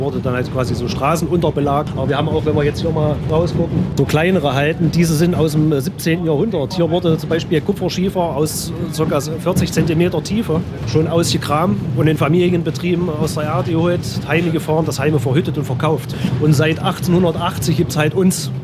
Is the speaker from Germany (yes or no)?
yes; Siersleben, Saxony-Anhalt, Germany; dass ich wirklich an der Hälfte der Strecke wohne, schon mein ganzes Leben lang in Siersleben, 200 Meter weg von unserem Gleisdreieck